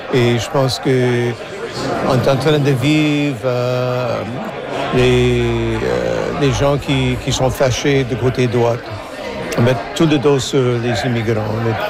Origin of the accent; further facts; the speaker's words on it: Quebec City, Quebec, Canada; born there; French is a second language; Je suis né à Québec, je vous parle en français en dépit du système scolaire à l'époque.